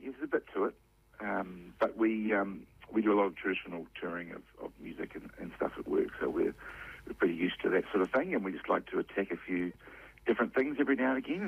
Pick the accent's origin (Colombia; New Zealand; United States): New Zealand; New Plymouth, Taranaki; moved away; I'm from New Plymouth, so we have the Festival of Lights down there.